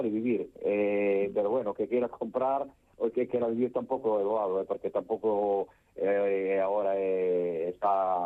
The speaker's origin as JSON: {"language": "Galician", "region": "Galicia", "country": "Spain", "said": "Fíjate, eu son galego"}